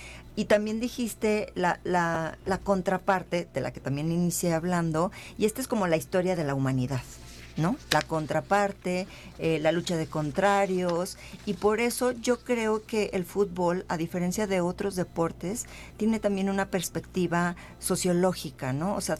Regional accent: Mexico; cómo somos los mexicanos

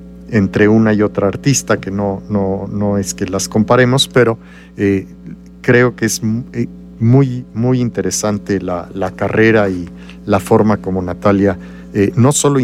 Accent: Mexico

